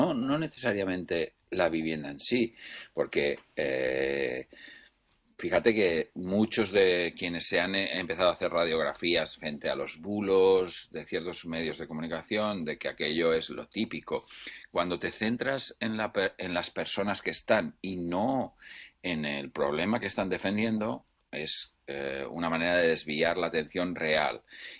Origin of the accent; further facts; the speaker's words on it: Zaragoza, Aragon, Spain; moved away; si yo volviera a mi ciudad natal, que es Zaragoza, yo desearía vivir donde había vivido toda mi vida